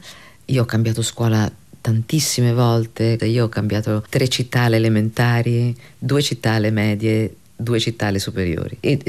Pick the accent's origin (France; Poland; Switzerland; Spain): Spain